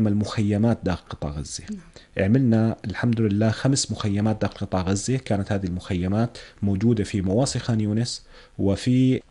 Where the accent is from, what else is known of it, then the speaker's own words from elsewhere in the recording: Jordan; عم بحكيها كأردني،